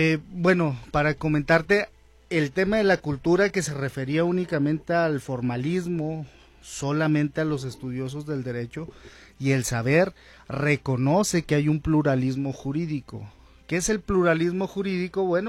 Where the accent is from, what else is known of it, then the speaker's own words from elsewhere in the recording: Mexico; nosotros como pueblo mexicano